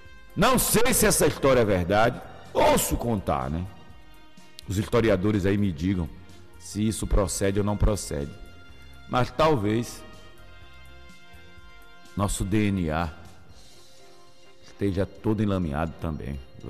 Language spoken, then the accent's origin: Portuguese; Brazil